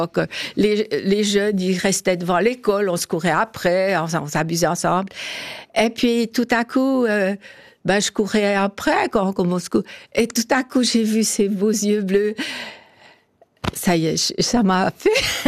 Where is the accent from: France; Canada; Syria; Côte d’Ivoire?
France; born there; Non, je suis née en France.